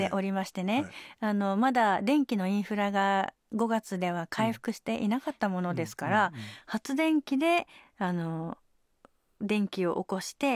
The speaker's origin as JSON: {"language": "Japanese", "town": "Fujisawa", "region": "Kanagawa", "country": "Japan", "said": "こんにちはって、神奈川県藤沢市から来ましたっ っていうふうにお話をして、まあ藤沢からそんな遠いところから来てくれたのみたいな"}